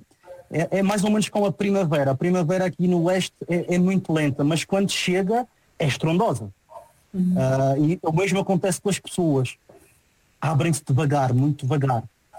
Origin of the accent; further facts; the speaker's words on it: Portugal; moved away; Não me privem de Portugal. não me privem da possibilidade de regressar ao meu país.